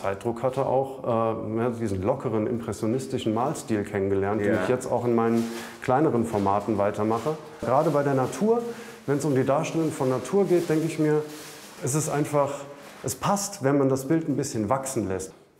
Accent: Runkel, Hesse, Germany; Ja, also jetzt nicht hier um Laurenburg rum, sondern da, wo ich herkomme, bei Runkel an der Lahn.

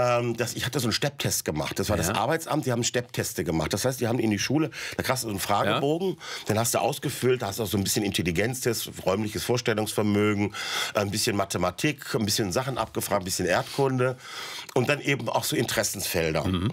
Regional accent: Essen, North Rhine-Westphalia, Germany; born there; moved away; also born or lived in Bavaria; ich bin in Essen geboren.

